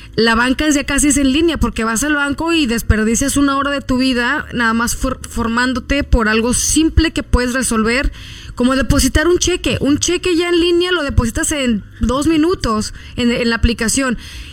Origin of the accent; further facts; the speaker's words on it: Mexico; moved away; yo que soy mexicana